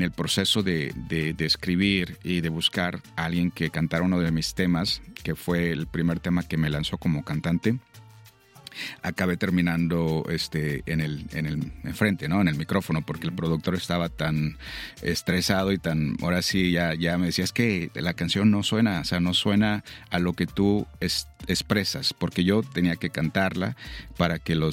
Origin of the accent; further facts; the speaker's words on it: Veracruz, Mexico; nosotros estamos expuestos a una gama inmensa de sonidos y ritmos en Veracruz, que es la salsa, la cumbia, pues también el mariachi, el ranchero, todo eso, crecimos con ello, ¿no?